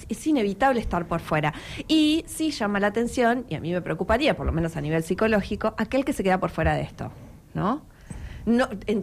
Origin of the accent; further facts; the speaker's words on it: Argentina; nos convoca a todos como argentinos